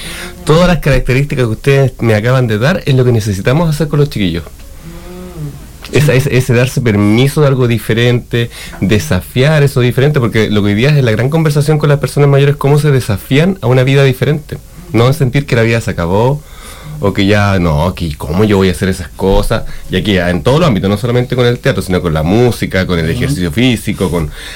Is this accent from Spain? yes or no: no; Chile; nuestra cultura chilena